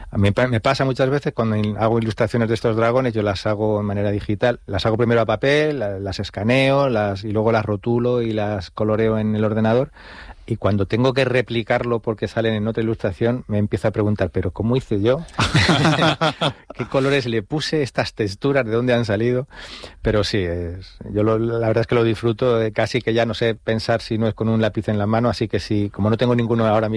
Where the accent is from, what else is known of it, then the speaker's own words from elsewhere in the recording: Argamasilla de Alba, Castilla-La Mancha, Spain; Sí, es mi pueblo.